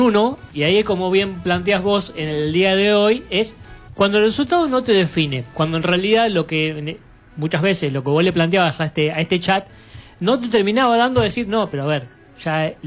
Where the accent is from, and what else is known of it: Argentina